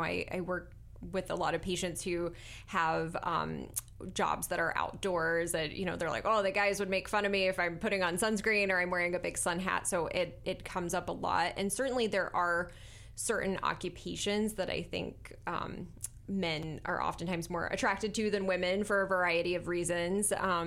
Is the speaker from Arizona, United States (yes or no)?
no; Virginia, United States; so I grew up in Virginia, rural Virginia, and every gas station had a tanning bed booth.